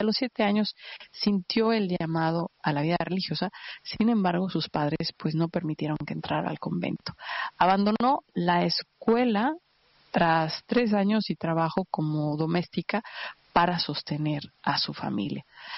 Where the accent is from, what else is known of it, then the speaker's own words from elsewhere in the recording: Chihuahua, Mexico; un consentido de mi tierra, un consentido de Chihuahua